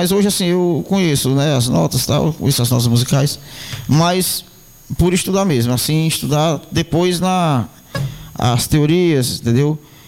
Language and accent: Portuguese; Ceará, Brazil; born there; lá na minha região, lá no Ceará